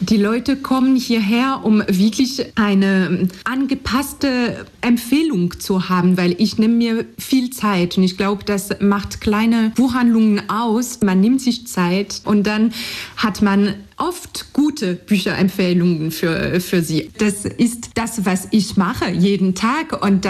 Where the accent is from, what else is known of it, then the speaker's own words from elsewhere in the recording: France; German is a second language; moved away as an adult; now in Leipzig, Germany; Ich komme aus Frankreich, wie man es hört. Ich bin 34 Jahre alt. Seit 2012 lebe ich in Leipzig, seit 2009 in Deutschland.